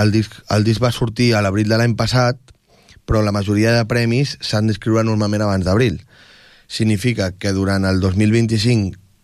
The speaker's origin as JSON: {"language": "Catalan", "town": "Barcelona", "region": "Catalonia", "country": "Spain", "also_born_or_lived": "Tordera", "said": "A Barcelona, que és on soc. Soc de Tordera, però de Barcelona, i també els meus estudis els he fet a Barcelona, o sigui, imagina't el temps que he estat allà."}